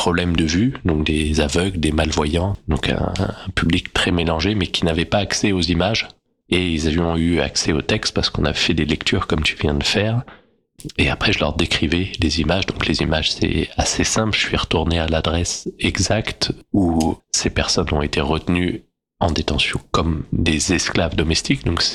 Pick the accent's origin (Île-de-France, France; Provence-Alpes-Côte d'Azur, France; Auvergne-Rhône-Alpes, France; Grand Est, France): Île-de-France, France; l'île de France, là où j'ai grandi, et donc autour de Paris, ou des endroits que je connais bien.